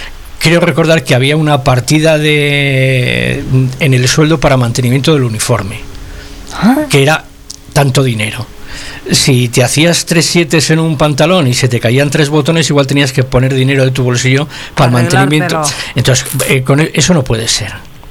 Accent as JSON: {"language": "Spanish", "town": "Santoyo", "region": "Castile and León", "country": "Spain", "said": "yo pienso en mi pueblo, en Santoyo."}